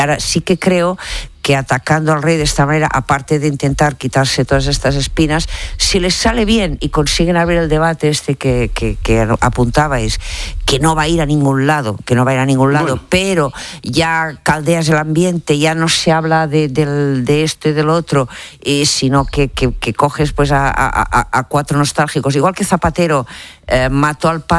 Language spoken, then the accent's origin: Spanish; Catalonia, Spain; el 3 de octubre del 17, recuérdese que soy catalana, yo que vi ese discurso desde la taberna del Gijón, no el café, yo los lagrimones me caían